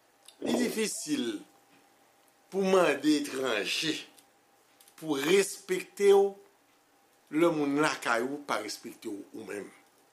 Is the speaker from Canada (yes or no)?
no; Haiti; Moi, je suis de Haïtien.